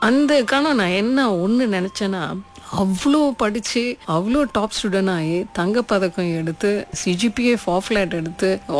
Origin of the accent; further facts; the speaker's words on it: Sentul, Kuala Lumpur, Malaysia; ஏன்னா நான் பிறந்து வளர்ந்ததெல்லாம் செந்தூலில் தான். இப்போ செந்தூல்னாலே எல்லாரும் சொல்லிடுவாங்க, யூனிவர்சிட்டி போகும்போது ஐயோ செந்தூலா அதெல்லாம் பயங்கரமான இடமாச்சே அப்படின்ட்டுலாம் நிறையா பேர் சொல்லியிருக்காங்க.